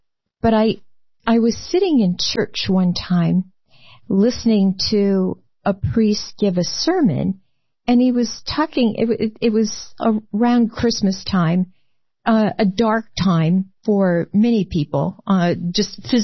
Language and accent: English; Michigan, United States; it was my hometown in Michigan.